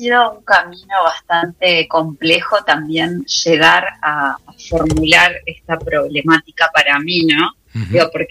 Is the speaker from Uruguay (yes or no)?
yes; Uruguay; moved away; Yo me fui de Uruguay a fines del 2013 y estuve en mucha cercanía con comunidades originarias